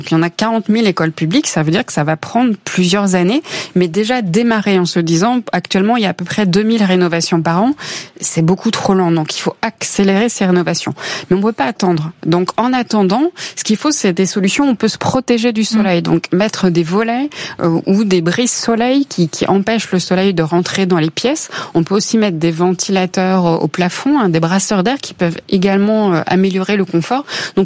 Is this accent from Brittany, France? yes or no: yes; Brittany, France; Moi, je suis bretonne, la petite rivalité avec la Normandie